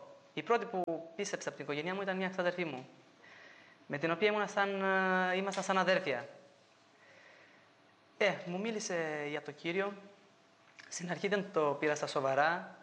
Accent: Albania; Greek is a second language; έως που μεγάλωσα, έως που στην Αλβανία ήρθε η δημοκρατία

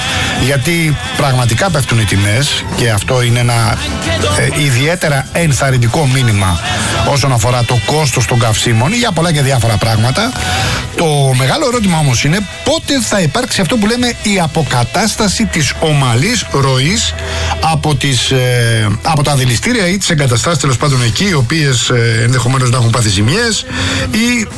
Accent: Attica, Greece; also born or lived in Rafina; Εκεί στη Πατοβασίλισσα εγώ μεγάλωσα, να ξέρεις.

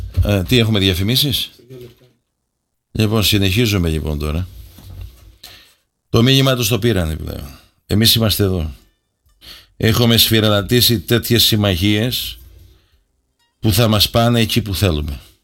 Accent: Greece; Είμαι Έλληνας χριστιανός, χριστιανός Έλληνας.

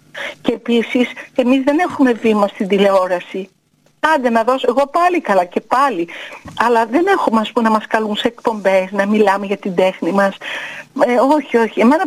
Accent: Veria, Central Macedonia, Greece; moved away; Είμαι λαϊκό κορίτσι, όπως έφυγα από τη Βέρεια.

